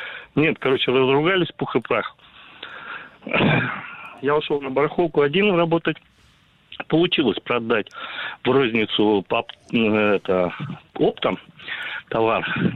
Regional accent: Novosibirsk, Novosibirsk Oblast, Russia; Я из Новосибирска.

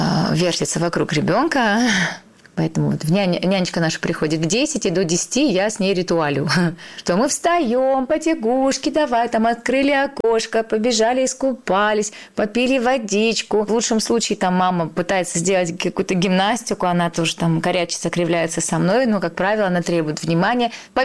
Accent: North Caucasus, Russia; born there; я родилась в России, на Кавказе? Я не родилась в Индии

